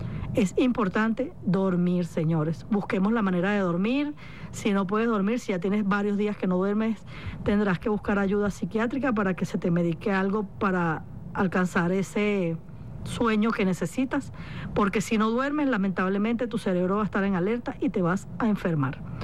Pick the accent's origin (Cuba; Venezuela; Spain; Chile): Venezuela; Nosotros no estamos acostumbrados como venezolanos a este tipo de situaciones.